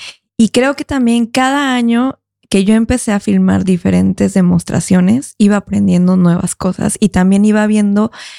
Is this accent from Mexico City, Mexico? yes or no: yes; Mexico City, Mexico